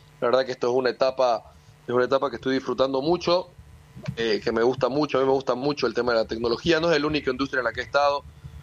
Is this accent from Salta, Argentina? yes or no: yes; Salta, Argentina; Yo soy de Salta, imagínate. O sea, en el norte es mucho más complicado que Buenos Aires, incluso.